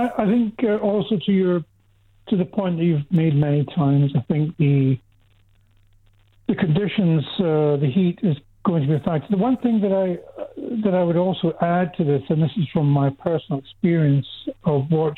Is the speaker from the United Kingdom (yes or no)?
yes; Scotland, United Kingdom; born there; I'm Scottish born.